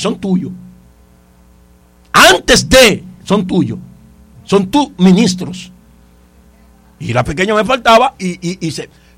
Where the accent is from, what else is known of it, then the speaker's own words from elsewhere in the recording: La Romana, Dominican Republic; born there; also born or lived in a batey (sugar-cane settlement); cuando yo vine del Batey, que una tía me dijo, te voy a llevar a vivir para la Romana.